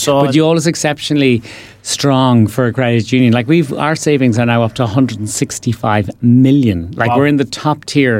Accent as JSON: {"language": "English", "country": "Ireland", "said": "I'm from Louth."}